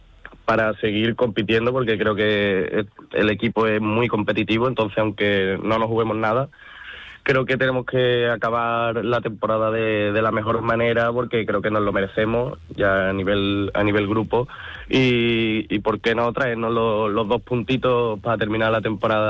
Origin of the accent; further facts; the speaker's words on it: Seville, Andalusia, Spain; yo por ejemplo que soy de aquí, de Sevilla